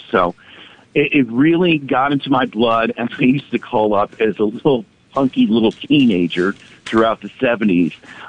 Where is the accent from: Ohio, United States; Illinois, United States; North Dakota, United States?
Ohio, United States; Cincinnati; I grew up in Cincinnati